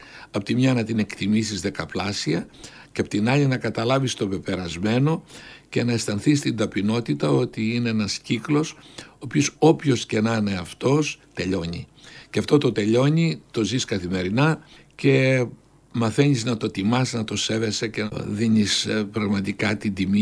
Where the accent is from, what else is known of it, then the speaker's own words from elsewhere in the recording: Polichnitos, North Aegean, Greece; born there; Γεννήθηκα στον Πολυχνίο της Μυτιλίνης, ένα χωριό ωραιότατο τότε.